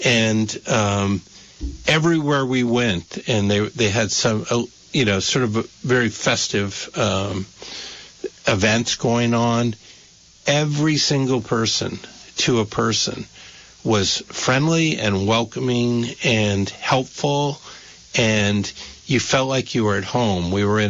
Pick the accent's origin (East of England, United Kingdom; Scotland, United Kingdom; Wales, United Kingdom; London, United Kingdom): East of England, United Kingdom; St Albans; We get up to the window, and we're from St. Albans.